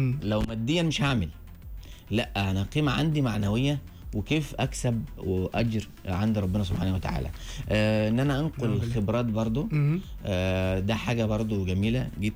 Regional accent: El Badari, Asyut Governorate, Egypt; أنا من أسيوط البداري.

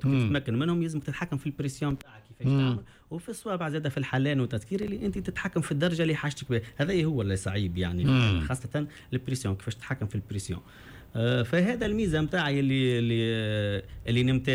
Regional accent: Tunisia

